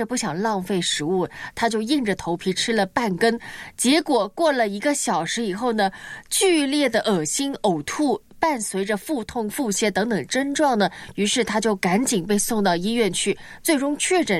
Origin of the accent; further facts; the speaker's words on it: Guangdong, China; 我们广东人不是很喜欢饮茶吗？